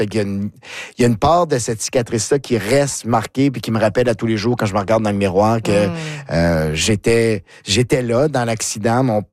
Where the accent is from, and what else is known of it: McLeod, New Brunswick, Canada; born or raised there